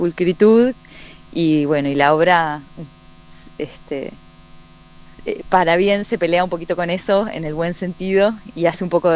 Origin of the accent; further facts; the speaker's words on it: Trevelin, Chubut, Argentina; le pregunté a la bibliotecaria de acá, de la biblioteca popular de mi pueblo, de Trevelin